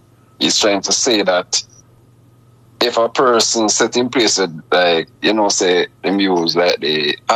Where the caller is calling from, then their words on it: Manchester, North West England, United Kingdom; from Manchester.